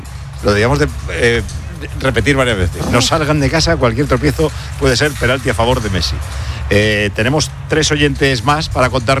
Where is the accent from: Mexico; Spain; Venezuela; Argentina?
Spain; Yo soy español.